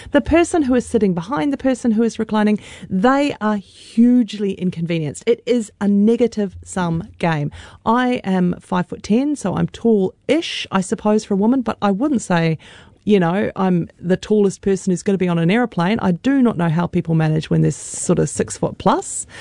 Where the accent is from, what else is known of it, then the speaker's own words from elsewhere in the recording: Christchurch, Canterbury, New Zealand; I grew up in Christchurch, driving down Memorial Drive when those Awapuni cherries are blossom.